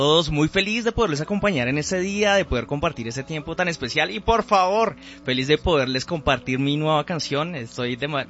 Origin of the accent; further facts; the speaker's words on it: Sasaima, Cundinamarca, Colombia; also born or lived in Bogotá; Pero crecí en Sasaima, Cundinamarca.